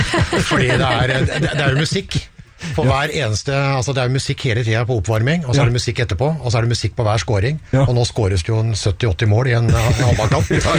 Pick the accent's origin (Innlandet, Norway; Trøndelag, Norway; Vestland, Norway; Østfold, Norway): Innlandet, Norway; Hamar; jeg er jo fra Hamar